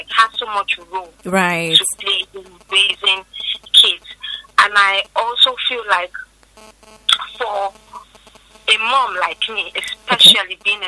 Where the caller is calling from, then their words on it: Abeokuta, Ogun, Nigeria; I'm calling from Abeokuta.